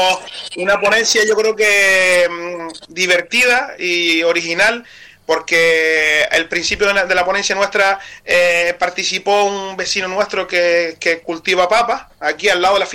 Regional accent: Valsequillo de Gran Canaria, Canary Islands, Spain; yo soy de Valsequillo

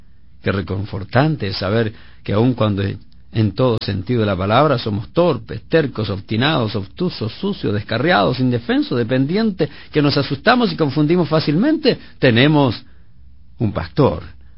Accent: Punta Arenas, Magallanes and Chilean Antarctica, Chile; moved away; mi ciudad de origen, en Punta Arenas, Chile, zona donde existen muchas ovejas.

